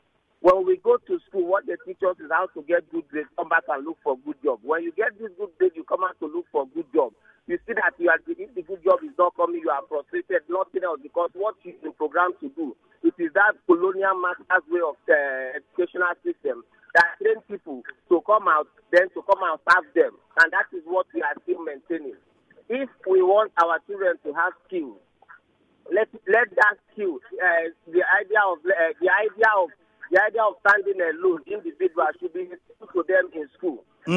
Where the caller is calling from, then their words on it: Port Harcourt, Rivers, Nigeria; I'm calling from Rumuku.